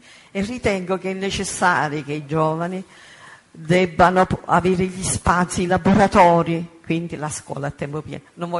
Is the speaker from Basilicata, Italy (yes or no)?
yes; Basilicata, Italy; born there; moved away as an adult; now in Naples, Italy